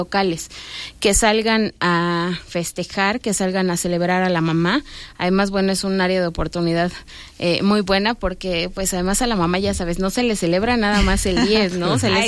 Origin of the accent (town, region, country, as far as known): Tres Marías, Morelos, Mexico